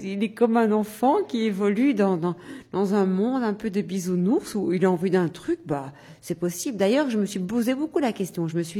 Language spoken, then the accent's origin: French; Belgium; Un cuistax chez nous en Belgique.